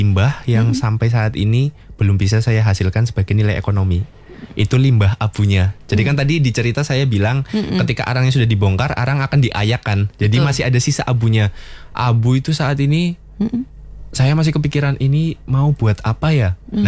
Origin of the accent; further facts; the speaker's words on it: Central Java, Indonesia; Kalau di daerah saya itu ya mungkin sekitar Karisidenan Pekalongan.